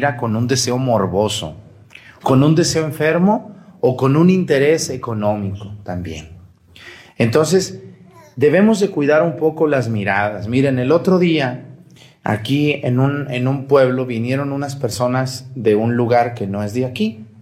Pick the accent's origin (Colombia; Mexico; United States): Mexico; Jalisco; moved away; Allá en mi tierra, Jalisco, se come el pozole rojo y se come en la noche.